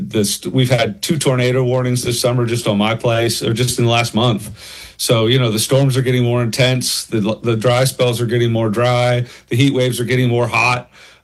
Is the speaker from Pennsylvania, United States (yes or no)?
yes; Pennsylvania, United States; now in Kentucky, United States; No, I'm originally from Pennsylvania.